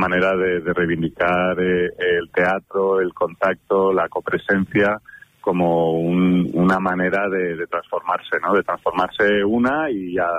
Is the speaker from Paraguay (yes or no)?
no; Madrid, Community of Madrid, Spain; now in Navarre, Spain; Sí, claro, yo vengo de Madrid.